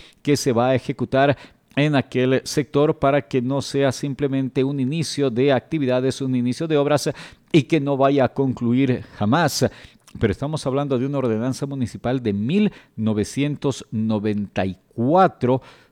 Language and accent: Spanish; Cochabamba, Bolivia